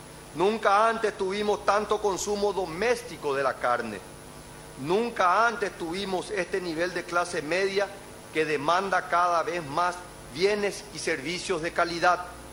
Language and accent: Spanish; Paraguay; Pero esos gigantes nos mostraron de lo que somos capaces los paraguayos cuando nos unimos y creemos en todo nuestro potencial.